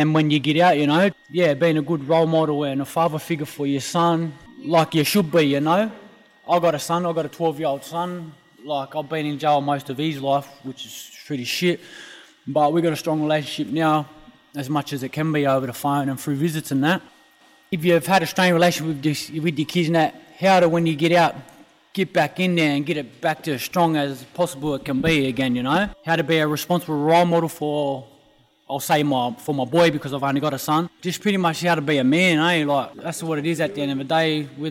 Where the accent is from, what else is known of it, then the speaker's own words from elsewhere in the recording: Mount Druitt, New South Wales, Australia; I grew up in Mount Druitt all my life.